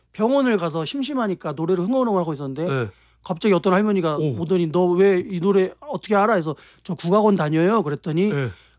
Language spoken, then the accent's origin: Korean; Mokpo, South Jeolla, South Korea; 제가 목포가 고향이라서 목포에서 지금 출퇴근하고 있습니다.